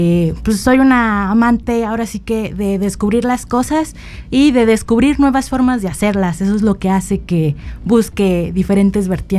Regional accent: San Luis Potosí, Mexico; Igual que mi predecesora, también soy de aquí de San Luis.

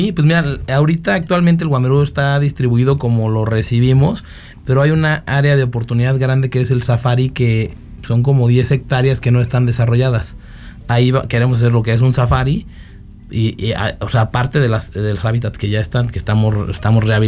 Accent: Querétaro, Mexico; also born or lived in San Luis Potosí; soy empresario queretano. De hecho, viví aquí en San Luis Potosí.

